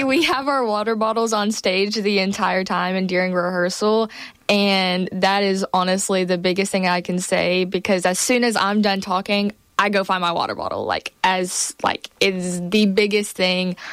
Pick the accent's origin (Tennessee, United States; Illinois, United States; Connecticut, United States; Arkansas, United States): Arkansas, United States; Sheridan; I'm a sophomore here at A-State. I'm a theater and a marketing major, and I'm from Sheridan, Arkansas.